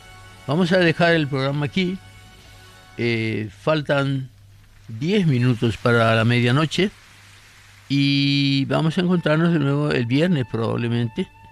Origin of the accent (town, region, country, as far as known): Paraguay